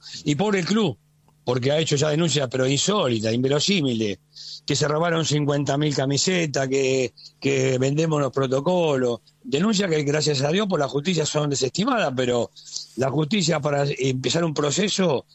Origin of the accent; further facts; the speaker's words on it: Buenos Aires Province, Argentina; porque yo soy bonaerense, la provincia de Buenos Aires la mandó a la B.